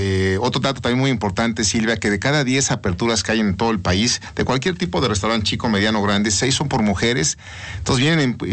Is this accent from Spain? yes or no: no; Puebla, Mexico; Yo soy poblano y te puedo decir que es de las mejores del país, si no es que la mejor para mí.